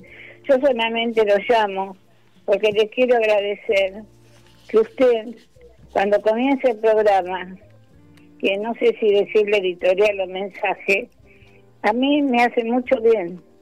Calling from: Los Polvorines, Buenos Aires Province, Argentina; Buenos días, señor. … soy de Los Polvorines.

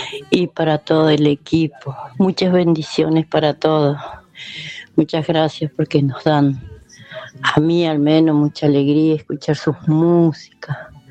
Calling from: Dorrego, Argentina; de Dorrego.

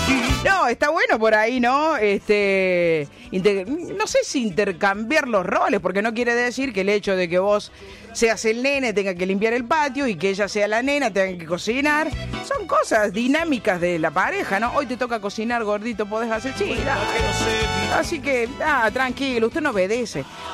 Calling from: Villa Carlos Paz, Córdoba, Argentina; Hola Celeste … de Carlos Paz.

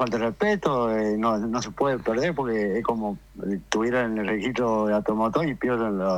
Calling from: Unión, San Luis, Argentina; soy de Unión.

